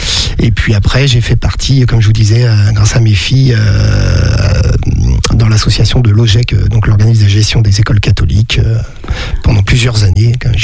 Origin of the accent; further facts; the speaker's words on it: Pays de la Loire, France; also born or lived in Challans / Notre-Dame-de-Monts; quand j'étais très jeune, j'étais sur la région chalandaise et puis après je me suis installé avec mes parents quand j'étais ado sur Notre-Dame.